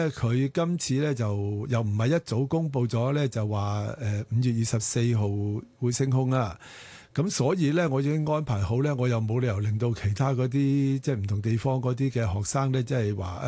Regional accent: Hong Kong; 我哋香港人

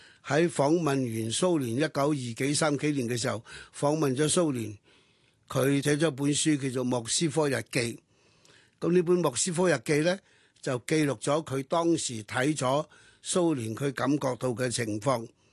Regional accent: Hong Kong; 如果作為一個香港人，北望神州

